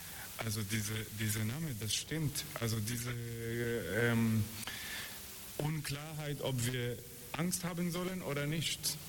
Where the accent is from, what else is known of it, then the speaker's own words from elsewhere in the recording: Israel; now in Berlin, Germany; Ich bin in Israel geboren und aufgewachsen. Ich bin jetzt in Berlin seit fast 11 Jahren.